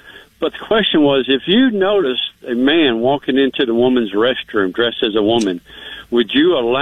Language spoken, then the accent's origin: English; the South, United States; I'm from the South. I'd have taken matters in my own hands.